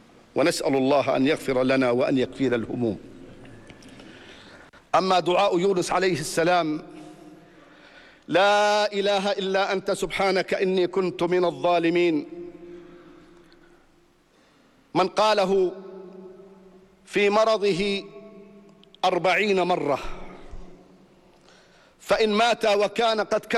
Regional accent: Jordan; بلدنا الأردن

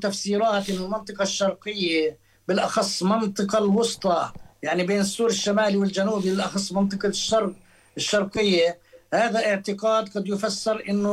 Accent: West Bank, Palestine; إحنا كفلسطينيين

